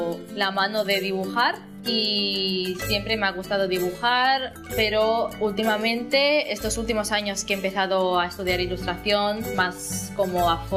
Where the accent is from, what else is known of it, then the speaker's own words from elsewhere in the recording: Philippines; now in Spain; enseñar más que soy filipina, esta es mi cultura, estamos aquí en España, desde siempre hemos estado